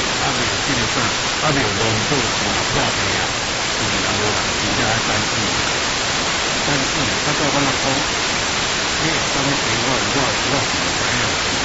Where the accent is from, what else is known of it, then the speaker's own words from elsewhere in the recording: Taiwan; 这是台湾的，所以我是台湾人啊